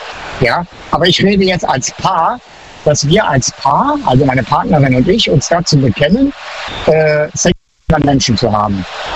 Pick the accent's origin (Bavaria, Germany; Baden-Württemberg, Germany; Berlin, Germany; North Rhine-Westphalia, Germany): Baden-Württemberg, Germany; Baden-Württemberg.